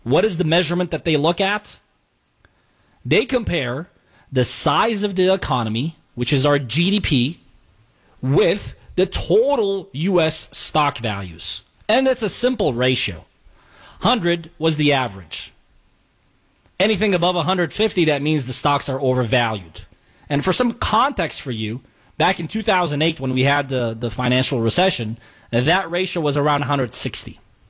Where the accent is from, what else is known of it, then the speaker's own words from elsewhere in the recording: United States; And obviously, the best thing that you can do as an American is to show up.